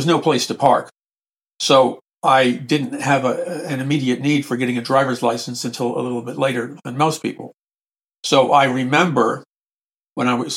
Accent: New York City, New York, United States; I grew up in New York City and nobody really drove in New York City.

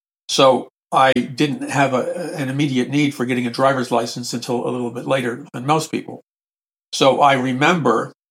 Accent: New York City, New York, United States; For me, it was a little bit later than most people because I grew up in New York City and nobody really drove in New York City.

